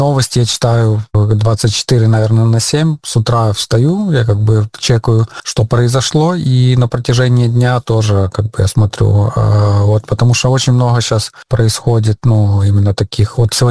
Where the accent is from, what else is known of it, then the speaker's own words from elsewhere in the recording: Belarus; now in Ukraine; из Украины, я говорю, что я белорус, я как бы не украинец